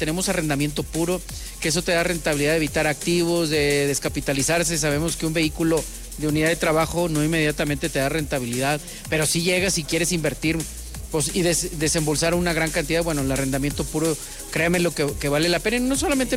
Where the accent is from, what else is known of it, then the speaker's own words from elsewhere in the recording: Colombia; Entonces yo creo que va a ser algo tranquilo, como todo colombiano.